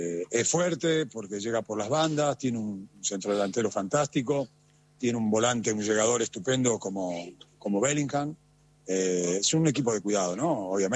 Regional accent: Argentina; todos los argentinos.

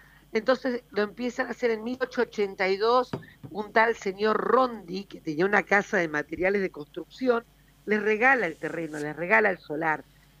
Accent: Piedmont, Italy; now in Argentina; Vinimos de Piemonte, somos de Piemonte, somos piemonteses de provincia de Cuneo.

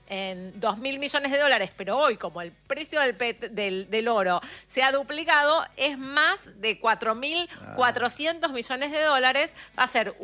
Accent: Argentina

